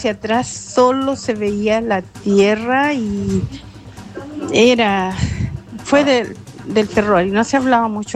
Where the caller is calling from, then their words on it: Chile; llamo de Los Verdes.